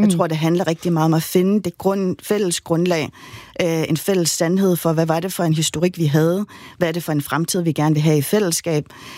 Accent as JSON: {"language": "Danish", "country": "Greenland", "tie": "born or raised there", "said": "Fordi jeg var bare vokset op i hele min barndom og hele min ungdom i Grønland med, at Danmark kan vi ikke lide-agtigt."}